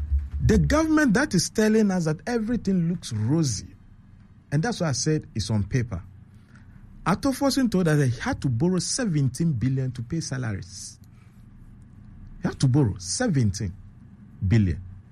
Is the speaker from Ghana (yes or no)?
yes; Upper West, Ghana; Farmers from my hometown in Upper West, who have farmed throughout the farming season and have their farm produce lying there